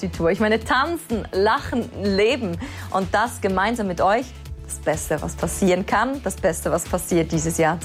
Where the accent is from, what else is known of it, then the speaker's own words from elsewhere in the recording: Switzerland; accent: Swiss German; first language Swiss German; German is a second language; ich liebe die Schweiz, ich liebe meine Heimat, ich liebe unser einfach idyllisches Zuhause.